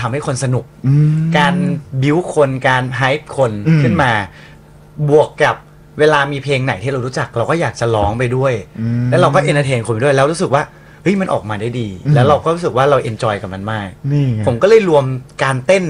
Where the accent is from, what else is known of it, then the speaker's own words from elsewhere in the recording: Kanchanaburi, Thailand; accent: Kanchanaburi (Suphanburi-like) nuea accent; เฮ้ยมันต้องเป็นตัวเรากาญจนบุรี